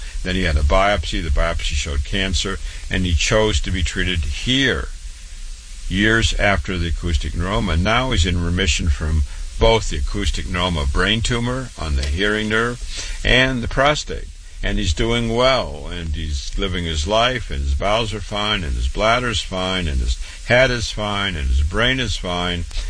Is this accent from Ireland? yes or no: no; Waterloo, Iowa, United States; born and raised in Waterloo, Iowa. Went to public school, MD at 25